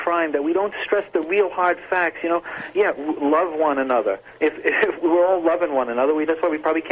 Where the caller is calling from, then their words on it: Rockaway, New Jersey, United States